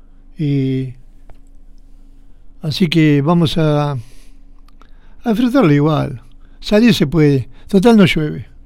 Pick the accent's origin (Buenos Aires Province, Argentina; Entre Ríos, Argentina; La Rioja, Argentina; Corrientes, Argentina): Buenos Aires Province, Argentina; General Rodríguez; Yo sé, pues soy de acá de Rodríguez, hace 60 años que voy acá